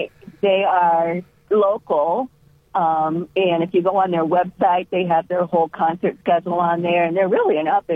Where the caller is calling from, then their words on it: Burton, Ohio, United States; I'm from Burton.